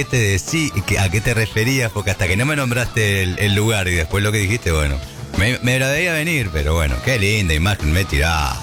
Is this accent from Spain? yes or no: no; Azul, Buenos Aires Province, Argentina